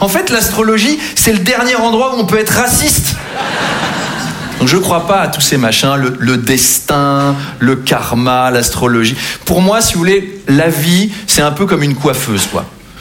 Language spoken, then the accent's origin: French; Versailles, Île-de-France, France; born or raised there